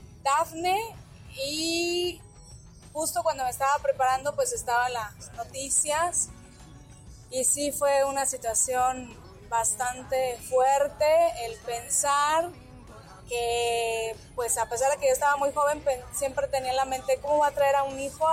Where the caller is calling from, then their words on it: Irapuato, Guanajuato, Mexico; Hola. Buenas tardes. … de Irapuato.